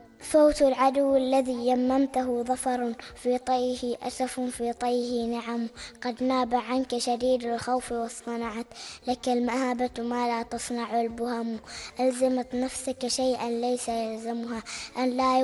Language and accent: Arabic; Oman; لانهم من بلدي عمان الحبيبه